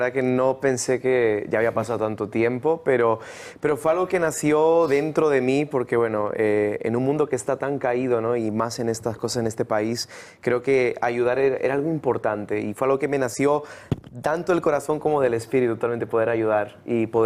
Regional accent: Getafe, Community of Madrid, Spain; born there; yo nací en Getafe, yo nunca había visto esto en mi vida, este corte

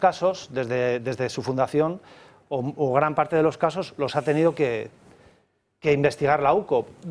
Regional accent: Spain; como Guardia Civil, como Policía Judicial y como ciudadano español, pues yo diría, no hemos tenido una situación parecida.

